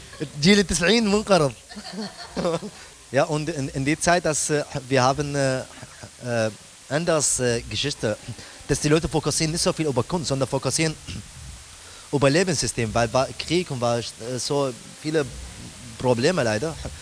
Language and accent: German; Iraq; German is a second language; moved away as an adult; now in Germany; ich bin hier in Deutschland seit 2015 und ich versuche schnell wie möglich einfach meine Heimat zu besuchen.